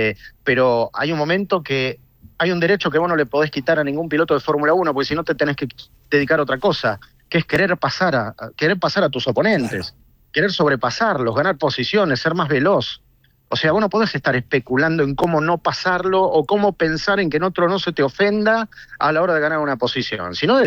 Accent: Argentina; Somos tremendos. Pero somos divinos los argentinos.

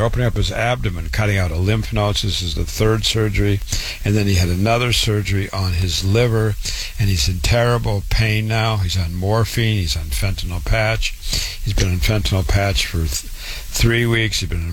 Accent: Waterloo, Iowa, United States; born and raised in Waterloo, Iowa. Went to public school, university, MD at 25

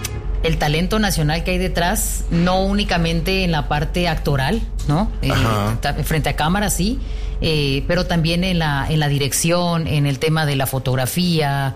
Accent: Guatemala

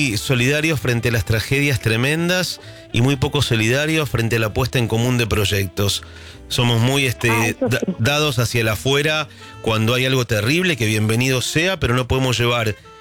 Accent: Argentina; Y somos tan argentinos que bueno, a veces está bueno retomar esa costumbre para estos momentos que fundaron la patria.

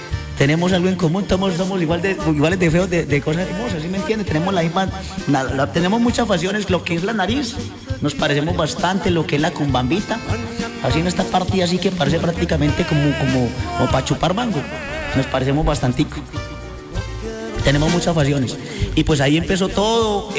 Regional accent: Lebrija, Santander, Colombia; Bueno, Willy, yo soy santandereano 100%. Yo soy de un pueblito que se llama Lebrija, Santander.

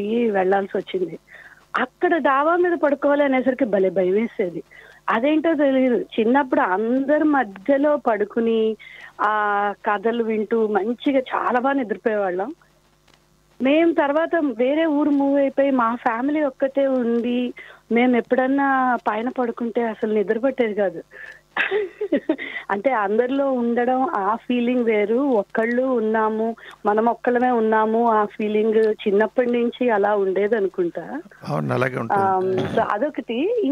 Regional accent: Vijayawada, Andhra Pradesh, India; మేము కూడాను చిన్నప్పుడు విజయవాడలో చాలా పెద్ద ఫ్యామిలీ మాది కూడా అన్నమాట బాబాయిలు అత్త అందరూ ఒకటే ఇంట్లో ఉండేవాళ్ళం మూడు అంతస్తుల మేడ అది

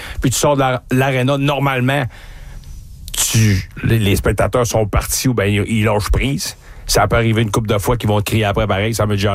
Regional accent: Albanel, Quebec, Canada; Puis j'étais chez nous, à Albanel, avec ma mère.

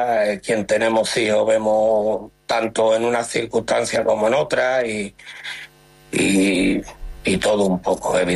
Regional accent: Gerena, Andalusia, Spain; soy de Gerena. Me considero muy de Gerena y de sevillano.

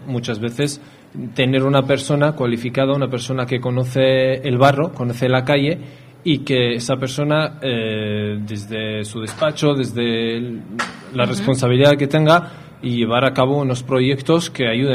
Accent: Basque Country, Spain; nosotros, siendo vascos y vascas, tenemos una manera también de vivir que es nuestra casa, lo que hemos mamado en, uh-huh, de nuestras madres, de nuestros padres

